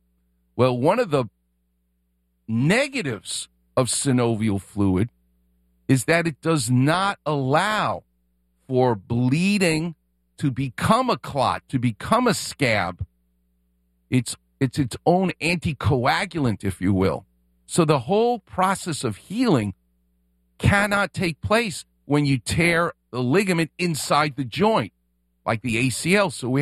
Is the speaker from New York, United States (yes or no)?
yes; Queens, New York, United States; I'm from Queens.